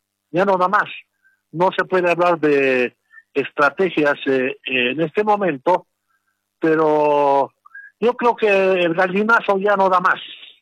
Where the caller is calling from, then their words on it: El Alto, La Paz, Bolivia; del Alto.